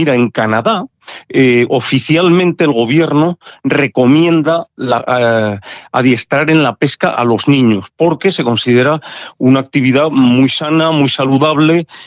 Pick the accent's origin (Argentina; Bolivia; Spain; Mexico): Spain; Castile; Hoy día, tú y yo que somos castellanos